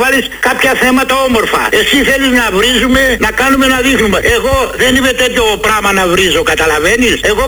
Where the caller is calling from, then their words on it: Egaleo, Attica, Greece; από το Εγάλαιο.